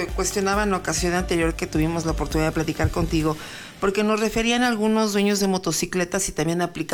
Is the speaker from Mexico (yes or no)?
yes; Mexico